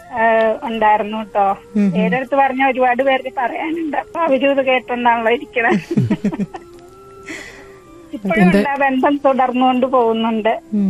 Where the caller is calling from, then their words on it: Thodupuzha, Kerala, India; തൊടുപുഴയിൽ നിന്നാണേ.